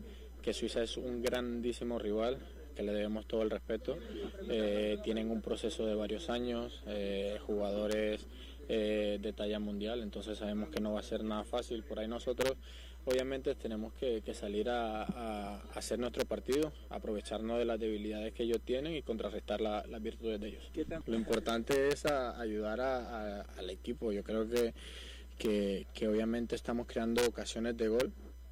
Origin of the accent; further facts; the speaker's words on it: Colombia; moved away; sabemos cómo nos somos nosotros los colombianos